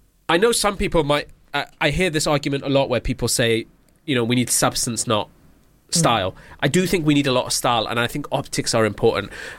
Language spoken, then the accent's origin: English; London, United Kingdom; I'm so London